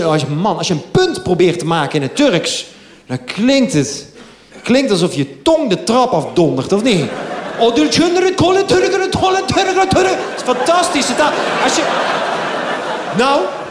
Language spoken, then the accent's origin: Dutch; North Brabant, Netherlands; accent: Brabant, soft g; now in Amsterdam, Netherlands; Want ik ben een Brabander in Amsterdam. Als Brabanders praten is met een zachte G.